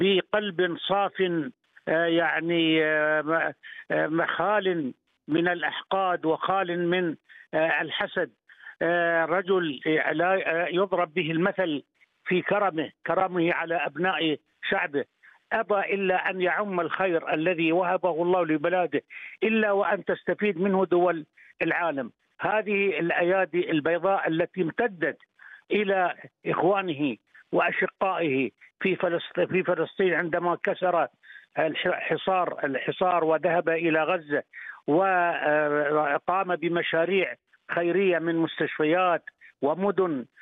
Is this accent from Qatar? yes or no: yes; Qatar; نحن كقطريين نفخر بمثل هذا القائد العظيم